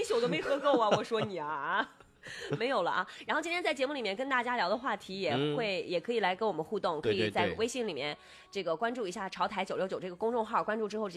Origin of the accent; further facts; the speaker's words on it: China; 我们中国人